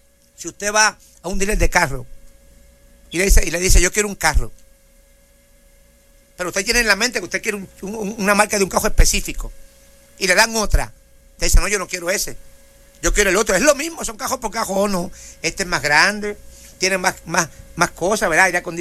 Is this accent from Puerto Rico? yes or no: yes; Puerto Rico; Yo soy puertorriqueño